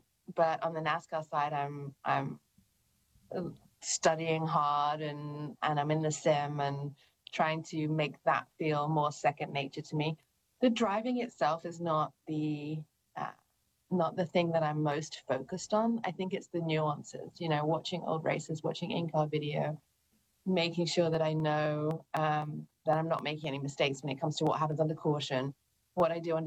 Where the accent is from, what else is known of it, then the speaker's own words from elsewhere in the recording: Atlanta, Georgia, United States; Say hello to Atlanta for me. It's my hometown.